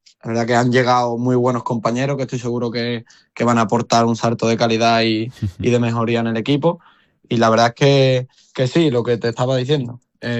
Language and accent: Spanish; Andalusia, Spain; Yo estaba aquí en mi pueblo jugando en Primera Andaluza